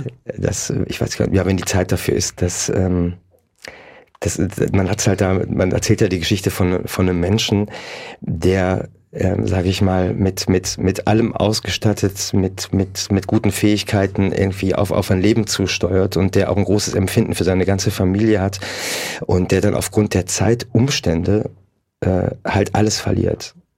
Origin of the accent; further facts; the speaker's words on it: Mönchengladbach, North Rhine-Westphalia, Germany; now in Cologne, Germany; Ja, Köln ist meine Heimat. Genau, ich bin nicht gebürtiger Kölner, aber ich bin aus Mönchengladbach und ich lebe in Köln.